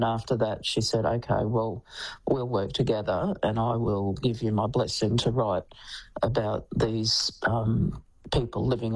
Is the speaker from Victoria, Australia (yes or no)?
no; Brisbane, Queensland, Australia; I'd grown up in Brisbane. You know, I was born in Brisbane at the Mater Hospital, which is, you know, 100 metres down the road from the river bend